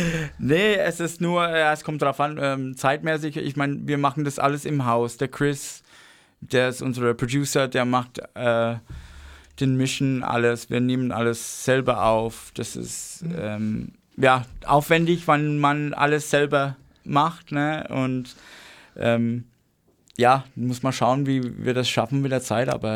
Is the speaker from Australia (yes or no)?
yes; Australia; German is a second language; Und ja, ich bin Australier und so australische Hip-Hop gefällt mir auch.